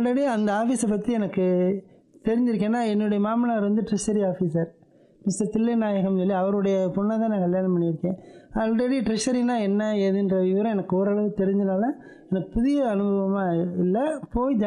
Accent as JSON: {"language": "Tamil", "town": "Shenkottai", "region": "Tamil Nadu", "country": "India", "tie": "born or raised there", "said": "எங்கள் அப்பாவுக்கு சொந்த ஊர், அப்பா ஊர் தான் எங்களுக்கு பூர்வீகம், செங்கோட்டை, குற்றாலம் பக்கத்தில் எழில் கொஞ்சம் செங்கோட்டை தான் எங்களுக்கு சொந்த ஊர்."}